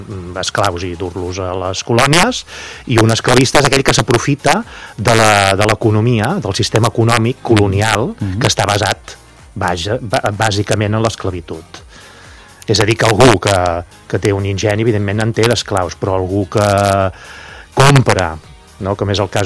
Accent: Mataró, Catalonia, Spain; sóc del Maresme, sóc de Mataró.

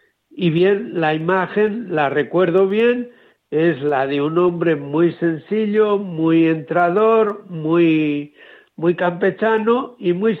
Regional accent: Castile and León, Spain; moved away; also born or lived in Peru; de mi pueblo natal, de Villeza de las Matas.

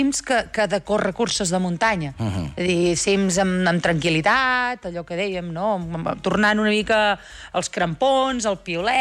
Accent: Vera, Andalusia, Spain; Sí, sóc de Vera.

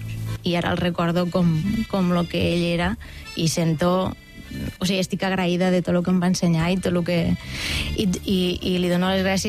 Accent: Catalonia, Spain; now in Barcelona, Spain; jo sóc ebrenca

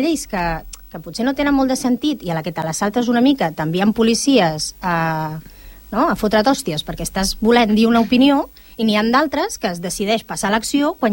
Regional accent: El Prat de Llobregat, Catalonia, Spain

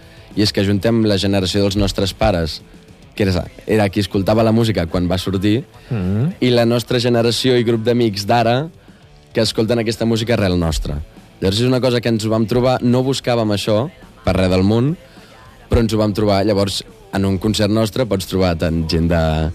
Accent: El Vendrell, Catalonia, Spain; ens coneixem, perquè som de Vendrell

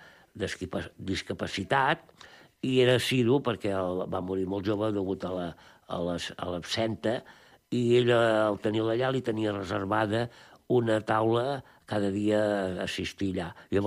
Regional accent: Catalonia, Spain; som del Maresme

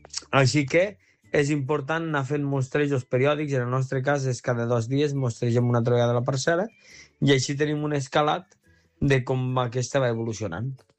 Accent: Almenar, Catalonia, Spain; jo sóc d'Almenar

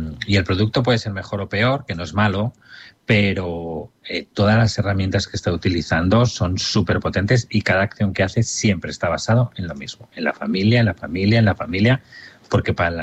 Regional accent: Madrid, Community of Madrid, Spain; also born or lived in Barcelona; Pero con el tiempo se vinieron a Madrid y yo nací en Barcelona, pero creo que esto ya lo hablamos la otra vez.

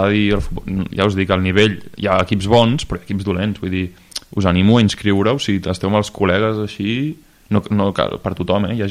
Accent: Caldes, Catalonia, Spain; Sí, bueno, la Moraneta no és de Caldes, però som de Caldes nosaltres, clar, és la gràcia. Hi ha més gent de Caldes, no som els únics.

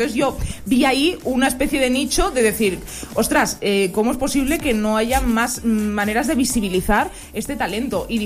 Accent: Sant Adrià de Besòs, Catalonia, Spain; yo soy de San Adrián del Besós.

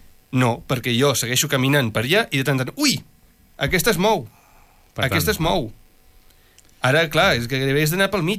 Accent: Rubí, Catalonia, Spain; però jo he viscut aquí tota la meva vida

